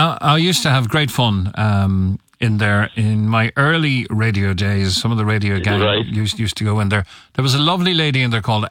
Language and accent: English; Dublin, Leinster, Ireland; Next thing Mossy heard the accent, you're not from Cork. No, I'm from Dublin.